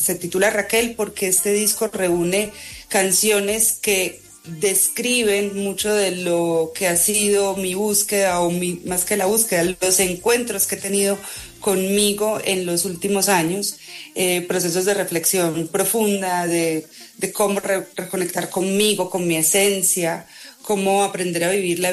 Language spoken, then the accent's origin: Spanish; Colombia; also born or lived in United States / Mexico; Luego yo me fui de Colombia, entonces también por eso muchas personas pasan